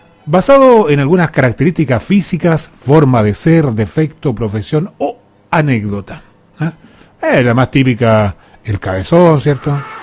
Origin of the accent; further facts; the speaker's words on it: Chile; así somos los chilenos.